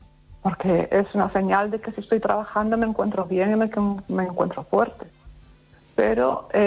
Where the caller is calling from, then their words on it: Pontevedra, Galicia, Spain; Hola, buenas noches, Esther. … de Pontevedra.